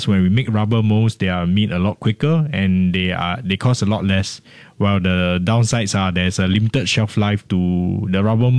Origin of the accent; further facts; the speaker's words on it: Singapore; But being Singaporean and being very pragmatic, I think sometimes art needs to take a back seat.